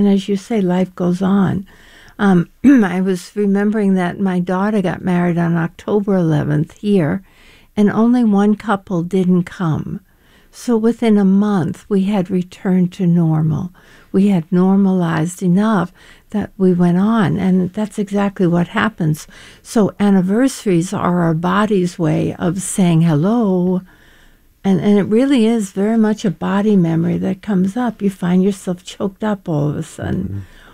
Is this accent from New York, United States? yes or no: yes; New York City, New York, United States; This is my hometown.